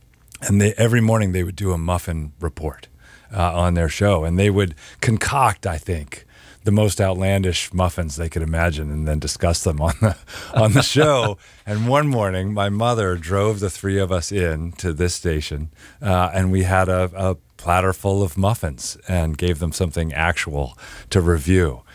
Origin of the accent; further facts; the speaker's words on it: Topsham, Maine, United States; We grew up in Topsom